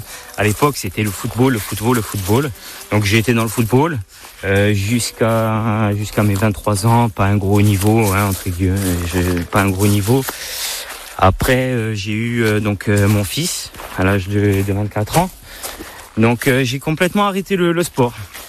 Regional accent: Scat, Corsica, France

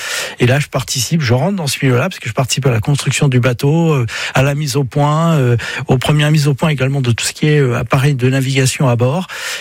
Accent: Brittany, France; je suis breton, et puis je le ressens profondément, c'est donc voilà, de la vallée de la Rance, juste derrière Saint-Malo

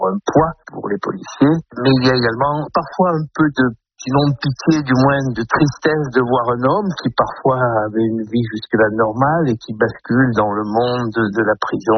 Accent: Auvergne-Rhône-Alpes, France; born there; comme celle qui se passe en Ardèche, où je reviens pratiquement dans mon village natal

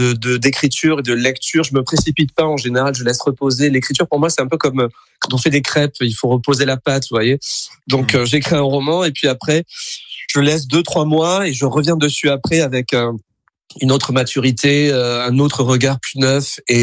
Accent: Dax, Nouvelle-Aquitaine, France; je suis un pur landais puisque je suis né à Dax en Landes de Grâce 1976. Donc j'ai fait toute ma scolarité, toute ma jeunesse à Dax.

